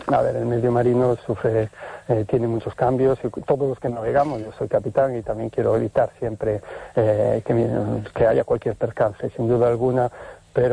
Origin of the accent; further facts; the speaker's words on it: Galicia, Spain; moved away as an adult; also born or lived in Sardinia, Italy; Yo soy gallego